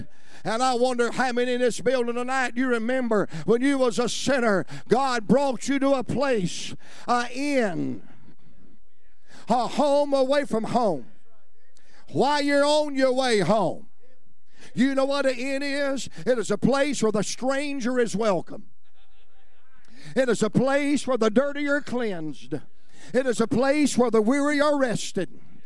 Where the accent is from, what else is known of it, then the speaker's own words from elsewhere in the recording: Virginia, United States; But I was raised in the Blue Ridge Mountains of Virginia.